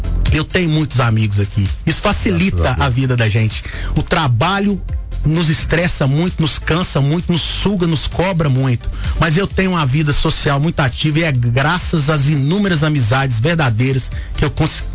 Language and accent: Portuguese; Caratinga, Minas Gerais, Brazil; moved away; meus familiares em Caratinga, minha terra natal, né?